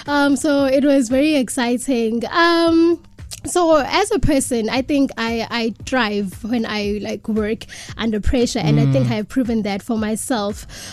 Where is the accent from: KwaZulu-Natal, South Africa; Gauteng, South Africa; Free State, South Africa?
KwaZulu-Natal, South Africa; I was born and bred in Gradville at Gwaduwiza. It's a village.